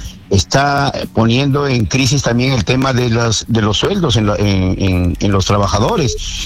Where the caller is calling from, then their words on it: Chao, La Libertad, Peru; le hablo desde el distrito de Chao, región La Libertad, provincia de Virú.